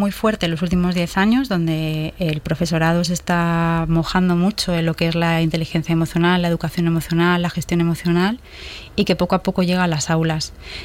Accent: Madrid, Community of Madrid, Spain; moved away as an adult; now in Almería, Spain; Yo soy natural de Madrid

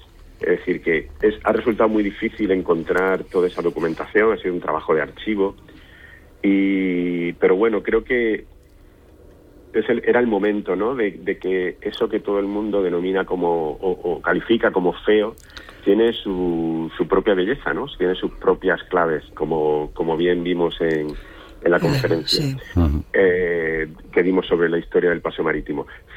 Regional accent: Almería, Andalusia, Spain

